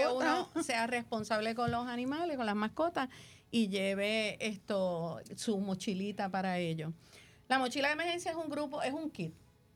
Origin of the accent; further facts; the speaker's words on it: Peñuelas, Puerto Rico; Yo soy del área sur, vengo de Peñuelas